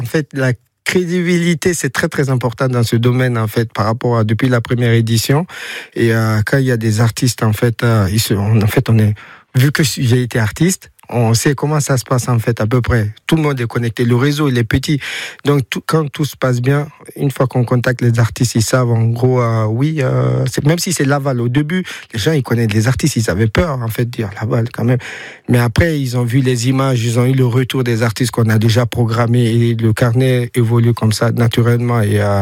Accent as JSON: {"language": "French", "country": "Guinea", "also_born_or_lived": "United States", "said": "étant donné je suis originaire de Guinée aussi, on commence là-bas et j'ai grandi aussi aux États-Unis."}